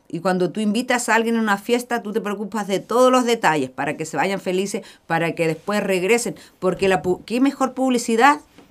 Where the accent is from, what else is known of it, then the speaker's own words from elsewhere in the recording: Chiloé, Los Lagos, Chile; Yo soy chilota.